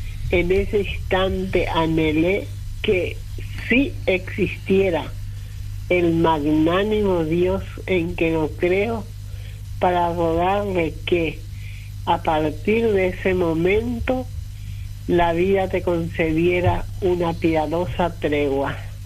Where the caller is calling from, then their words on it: Lambaré, Central, Paraguay; yo, como vivo en Lambaré, a veces me toca ir por la avenida Perón